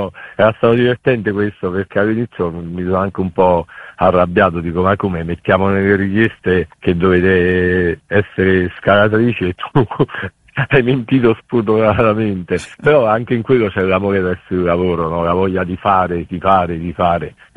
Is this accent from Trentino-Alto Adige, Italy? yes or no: no; Abruzzo, Italy; nel mio paese, in Abruzzo